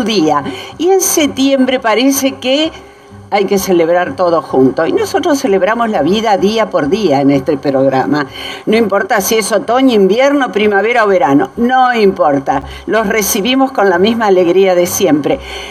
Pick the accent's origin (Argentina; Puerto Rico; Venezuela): Argentina